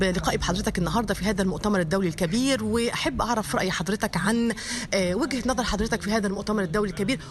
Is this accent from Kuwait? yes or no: yes; Kuwait; لأني تربيت في الكويت، وأنا لا أخفي ذلك سرا، وأنا سعيدة ودايما فخورة بدولة الكويت.